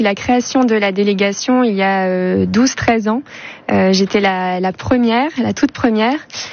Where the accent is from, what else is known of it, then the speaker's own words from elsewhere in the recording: Amiens, Hauts-de-France, France; moved away as an adult; also born or lived in Oise; je suis originaire d'Amiens et j'ai changé de département. Je suis arrivée dans l'Oise pour mon premier emploi